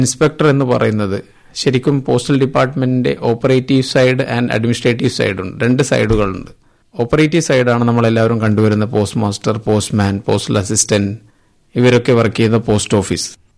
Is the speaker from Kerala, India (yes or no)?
no; Agatti, Lakshadweep, India; now in Kavaratti, India; ഞാൻ അഗത്തി ദ്വീപ് സ്വദേശിയാണ്. ഇപ്പോൾ ലക്ഷദ്വീപിലെ പോസ്റ്റൽ ഇൻസ്പെക്ടറായി കവരത്തിയിൽ ജോലി ചെയ്തു വരുന്നു.